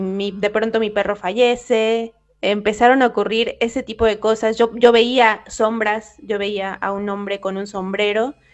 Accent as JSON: {"language": "Spanish", "country": "Mexico", "moved": "yes", "lives_now": "Buenos Aires, Argentina", "said": "soy mexicana, soy locutora, me recibí el año pasado aquí en Buenos Aires como locutora nacional"}